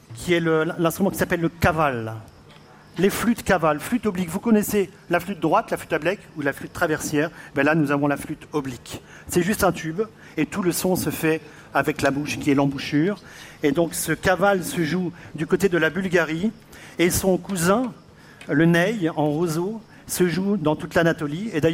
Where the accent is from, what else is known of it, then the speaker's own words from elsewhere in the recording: France; de l'autre côté de la frontière, chez nous, en France, il serait bon de retrouver un peu de calme